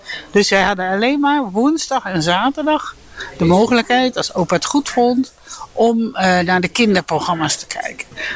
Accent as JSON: {"language": "Dutch", "town": "Maarssen", "region": "Utrecht", "country": "Netherlands"}